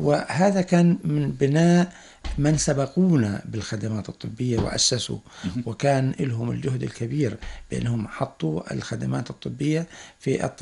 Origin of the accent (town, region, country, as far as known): Salt, Balqa Governorate, Jordan